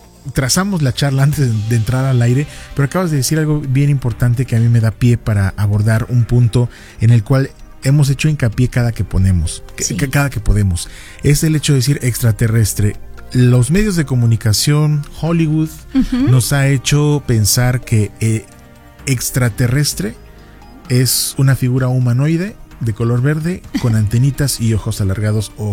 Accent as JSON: {"language": "Spanish", "country": "Mexico", "said": "Claro, como mexicano me atrevería a ligarlo a una maravilla del mundo, ¿no?"}